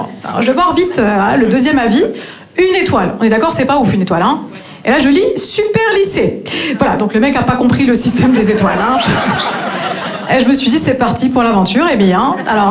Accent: Northeast France, France; now in Marseille, France

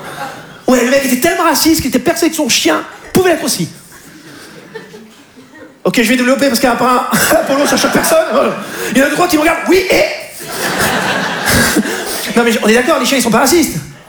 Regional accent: Southwest France, France; Moi, je viens du Sud-Ouest de la France, d'accord? Dans le Sud-Ouest, on est des bons vivants.

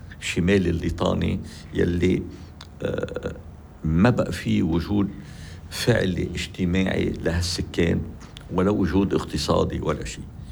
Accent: Lebanon; نحن كلبنانيين وكجمهورية لبنانية

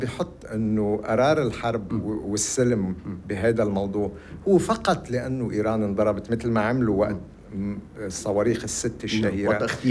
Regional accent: Lebanon; كلبنانيين

